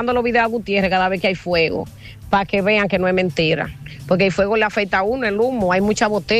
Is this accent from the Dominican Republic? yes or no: yes; Dominican Republic; born there; Yo soy del Infante, de aquí mismo, nacida de aquí.